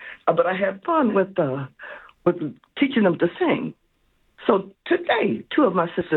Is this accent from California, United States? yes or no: no; Detroit, Michigan, United States; also born or lived in Alabama; I was born in Alabama, and I was raised in Detroit